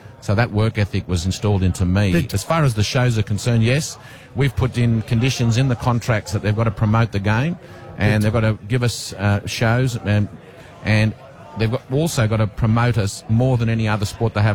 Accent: Wollongong, New South Wales, Australia; Look, I was always, as I grew up in Wollongong, and I supported St George, and then I used to play for Illawarra, so...

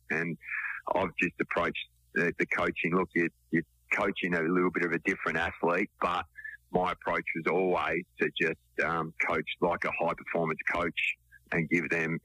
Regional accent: Ferntree Gully, Victoria, Australia; So North Melbourne, where I grew up in Ferntree Gully, out at the foot of the Dandenong Ranges was North Melbourne's zone.

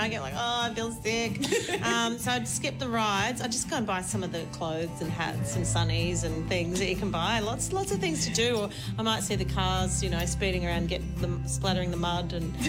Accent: Australia; as an Australian country artist

